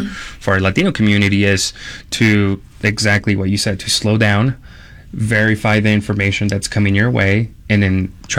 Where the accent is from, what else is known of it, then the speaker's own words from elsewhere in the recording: Bucaramanga, Santander, Colombia; moved away; crecimos en Bucaramanga, el departamento de Santander en Colombia, en el cual tenemos actividad sísmica frecuentemente.